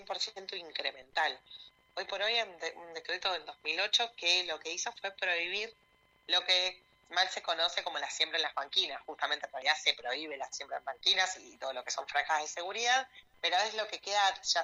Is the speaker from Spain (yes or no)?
no; Argentina